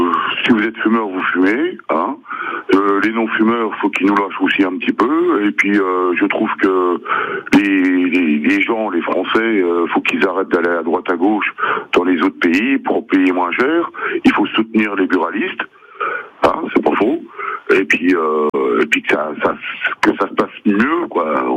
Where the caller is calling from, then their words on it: Grand Est, France; Moi, je suis à Velaine-en-Ré